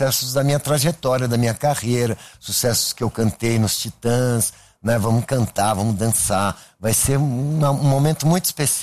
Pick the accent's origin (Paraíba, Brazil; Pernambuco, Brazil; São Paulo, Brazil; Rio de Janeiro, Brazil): São Paulo, Brazil; e eu gravei essas duas músicas porque eu sou paulistano, né? E eu queria falar da minha cidade